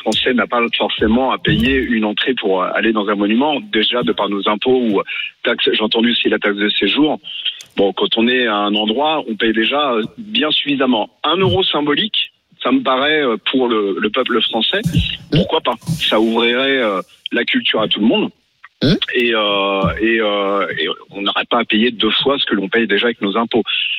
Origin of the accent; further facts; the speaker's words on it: France; En tant que Français